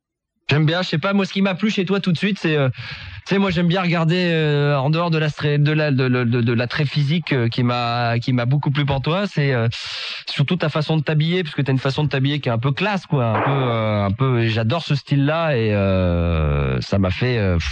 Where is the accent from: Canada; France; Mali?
France; Carpentras, Provence-Alpes-Côte d'Azur; Oui, je suis de Carpentras aussi, ouais.